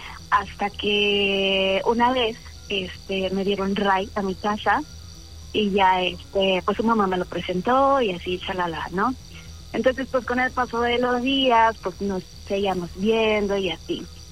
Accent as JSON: {"language": "Spanish", "region": "Mexico City", "country": "Mexico", "said": "Tengo 27 años, de la Ciudad de México."}